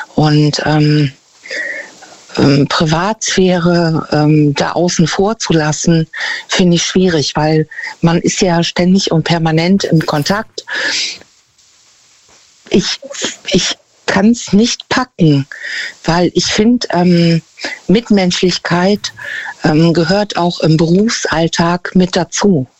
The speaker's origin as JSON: {"language": "German", "region": "North Rhine-Westphalia", "country": "Germany", "said": "Aus der Nähe von Bonn."}